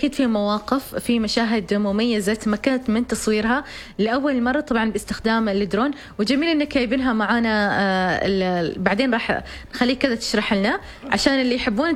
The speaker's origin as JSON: {"language": "Arabic", "country": "Oman"}